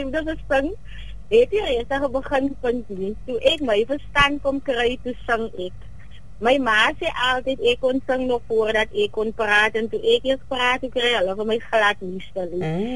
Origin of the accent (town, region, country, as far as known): Albertinia, Western Cape, South Africa; born or raised there; also born or lived in George